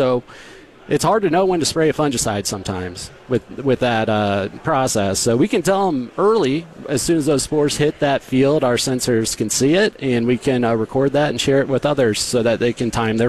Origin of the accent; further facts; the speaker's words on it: Des Moines, Iowa, United States; I'm from Des Moines, Iowa. So what am I doing in North Dakota, right?